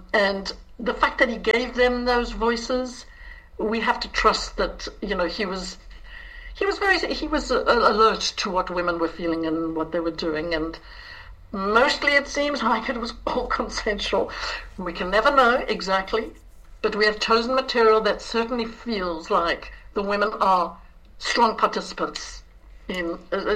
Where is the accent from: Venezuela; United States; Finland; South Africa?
South Africa; I'm South African Irish.